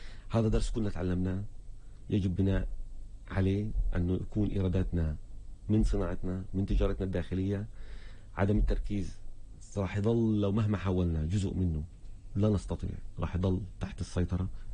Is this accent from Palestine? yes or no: yes; Palestine; والهم اللي علينا كفلسطين،